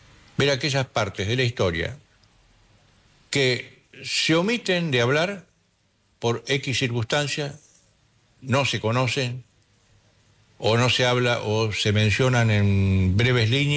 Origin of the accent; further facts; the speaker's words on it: Argentina; soy argentino